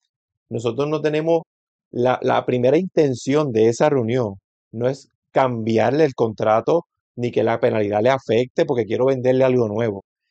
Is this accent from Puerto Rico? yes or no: yes; San Germán, Puerto Rico; me dijo que se había mudado a San Juan, pero yo soy de San Germán.